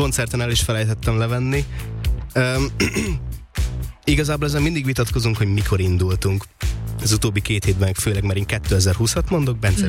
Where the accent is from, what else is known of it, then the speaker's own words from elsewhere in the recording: Sopron, Győr-Moson-Sopron, Hungary; mi alapból soproniak vagyunk, vidék